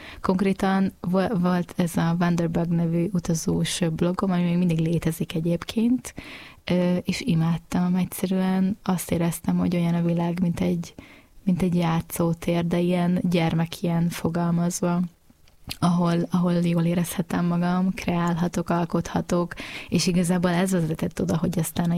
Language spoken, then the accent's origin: Hungarian; Lébény, Győr-Moson-Sopron, Hungary